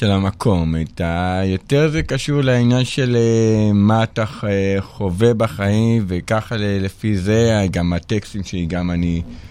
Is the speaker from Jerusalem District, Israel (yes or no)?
no; Tel Aviv, Tel Aviv District, Israel; moved away as an adult; now in Haifa, Israel; אני במקור מתל אביב.